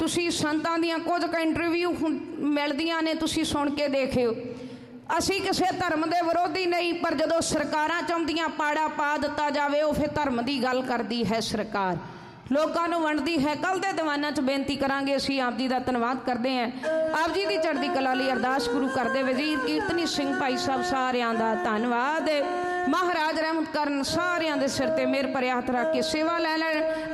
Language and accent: Punjabi; Punjab, India; ਅਸੀਂ ਪੰਜਾਬੀ ਹਾਂ, ਅਸੀਂ ਸਿੱਖ ਹਾਂ।